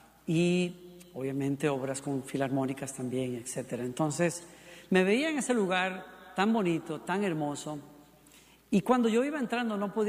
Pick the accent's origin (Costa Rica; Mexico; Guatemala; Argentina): Costa Rica; San José; born there; moved away; regresé de Costa Rica, que es mi país natal